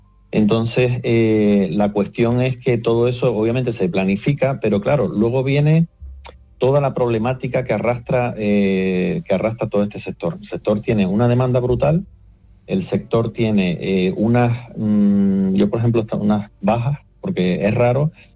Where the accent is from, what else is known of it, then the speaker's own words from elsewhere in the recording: Puerto de la Cruz, Canary Islands, Spain; yo soy de Puerto de la Cruz